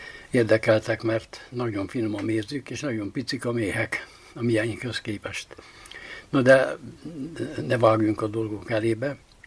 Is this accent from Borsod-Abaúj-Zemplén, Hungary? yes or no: no; Baranya, Hungary; born or raised there